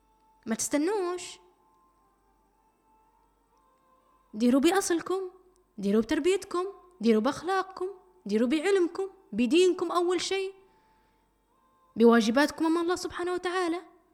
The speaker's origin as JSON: {"language": "Arabic", "country": "Libya", "said": "إحنا كليبيين وتربينا في عائلات"}